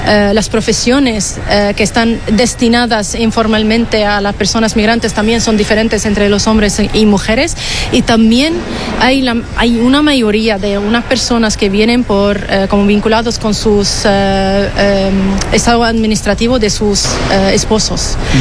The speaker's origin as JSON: {"language": "Spanish", "country": "Syria", "moved": "yes", "said": "yo soy de Siria"}